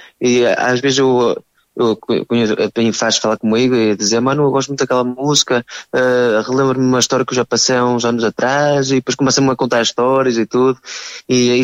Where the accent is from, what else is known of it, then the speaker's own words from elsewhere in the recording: Paços de Ferreira, Norte, Portugal; born there; tive logo um espetáculo aqui na minha terra, nas festas de Passos Ferreira, no Corpo de Deus.